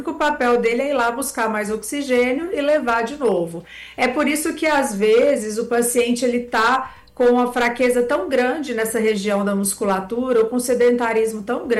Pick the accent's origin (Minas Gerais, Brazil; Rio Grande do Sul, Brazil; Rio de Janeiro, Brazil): Minas Gerais, Brazil